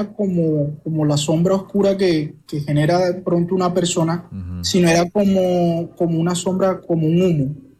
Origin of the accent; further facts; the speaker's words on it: Ciénaga, Magdalena, Colombia; now in Barranquilla, Colombia; es en un pueblo del Magdalena, de donde yo soy oriundo, de Ciénaga Magdalena.